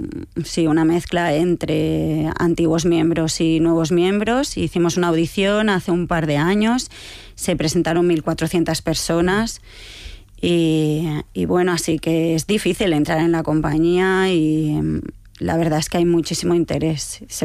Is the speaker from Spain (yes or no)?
yes; Spain